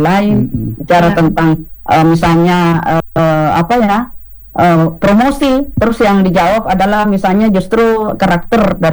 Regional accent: South Sulawesi, Indonesia; accent: Bugis; saya maaf pakai logat Bugis.

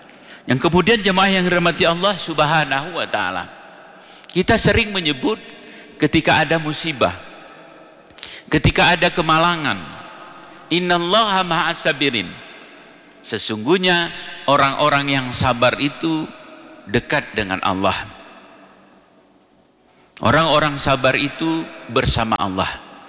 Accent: Aceh, Indonesia; Di budaya kita Aceh Tengah ini, di Gayo ini, budaya kekemelen.

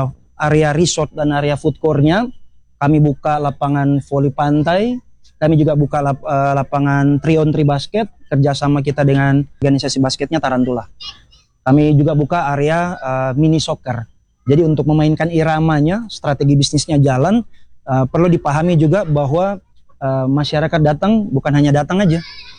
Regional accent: Biak, Papua, Indonesia; selaku anak Biak, anak Papua

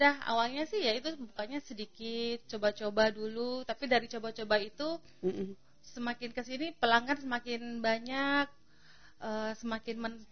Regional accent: Bali, Indonesia; also born or lived in Ruteng; now in Atambua, Indonesia; dari saya kecil memang saya di Bali. Cerita sedikit, saya lahirnya di Ruteng. Kebetulan mama saya orang Bali. Jadi dari kecil, dari SD itu saya sudah tinggal di Bali bersama dengan uak saya.

